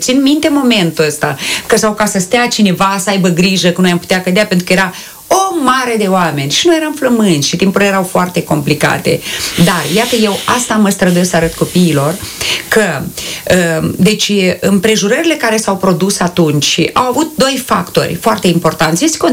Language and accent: Romanian; Ungheni, Ungheni District, Moldova; eu sunt ungheneancă și am venit cu familia ramă de la Cornești